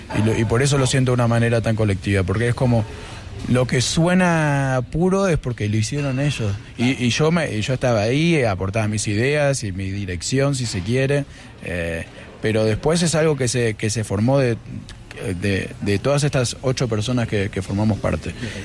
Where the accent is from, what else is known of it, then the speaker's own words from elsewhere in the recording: Buenos Aires, Argentina; Yo crecí en Buenos Aires, en un departamento, el ruido de los colectivos y del transporte público acá en la cabeza desde que nací.